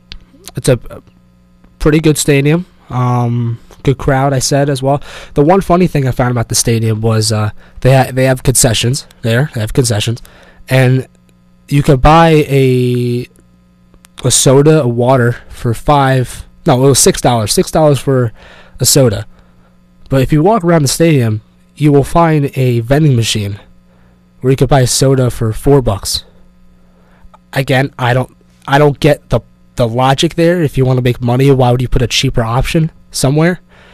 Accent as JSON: {"language": "English", "area": "Long Island, Suffolk County", "region": "New York", "country": "United States", "moved": "as an adult", "lives_now": "Queensbury, United States", "said": "I'm from Long Island, Suffolk County."}